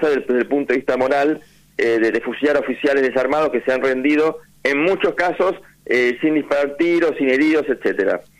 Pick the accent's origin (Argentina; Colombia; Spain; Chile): Argentina; Vicente López, Buenos Aires Province; Sí, yo estoy en Olivos ahora.